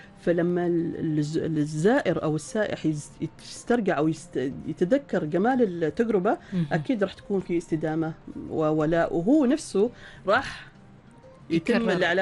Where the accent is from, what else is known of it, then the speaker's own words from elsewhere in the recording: Salalah, Dhofar, Oman; عندنا في صلالة